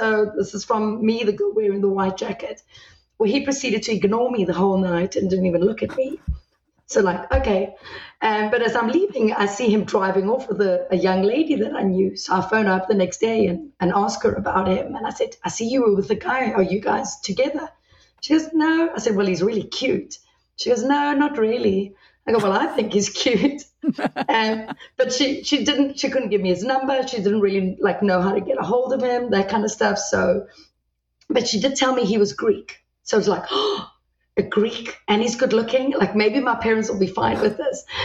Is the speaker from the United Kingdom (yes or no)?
no; South Africa; So I grew up in South Africa